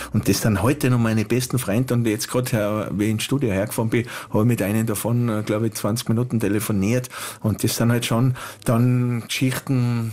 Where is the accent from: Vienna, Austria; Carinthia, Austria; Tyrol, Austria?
Tyrol, Austria; Wörgl; Also bin auf einem Bauernhof aufgewachsen in Wörgl, mit einer Vielzahl an Personen, wie es halt ist, so in die 70er Jahren am Bauernhof